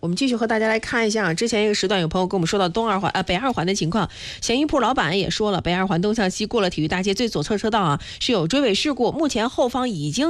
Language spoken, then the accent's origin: Chinese; northern China, China; 在我们北方地区啊，这个季节就是小麦产区